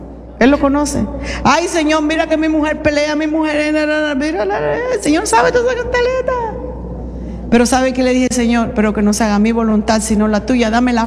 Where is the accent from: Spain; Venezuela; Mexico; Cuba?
Cuba; Yo soy cubana, mi familia era atea, no conocí al Señor, crecí como atea. Después fui santera, espiritista.